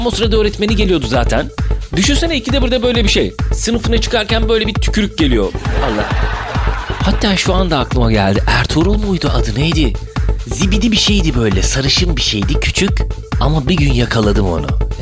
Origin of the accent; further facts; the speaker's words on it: İzmir, Turkey; born there